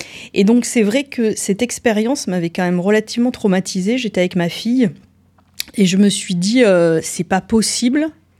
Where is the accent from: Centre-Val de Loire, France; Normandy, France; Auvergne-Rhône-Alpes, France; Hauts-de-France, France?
Auvergne-Rhône-Alpes, France; moved away as an adult; now in Valence, France; je suis auvergnate d'origine.